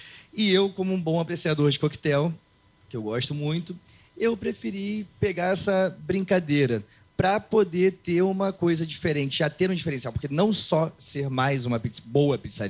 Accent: Rio de Janeiro, Brazil; now in São Paulo, Brazil; Sou carioca, nascido no Rio, mas tô aqui em São Paulo já faz 10 anos.

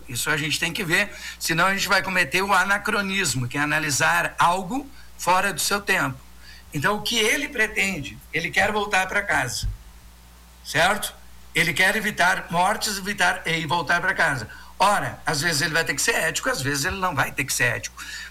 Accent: Caxias do Sul, Rio Grande do Sul, Brazil; eu sou de Caxias do Sul

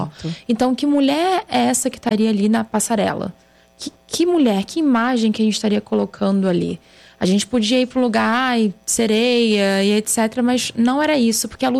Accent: Niterói, Rio de Janeiro, Brazil; also born or lived in Belém; now in São Paulo, Brazil; Eu nasci em Belém do Pará, eu fui criada em Niterói e eu moro em São Paulo. Então, eu tenho alguns pedacinhos de Brasil dentro de mim.

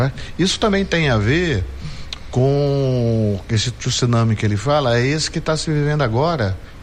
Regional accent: Pará, Brazil; Eu acho que como bom paraense

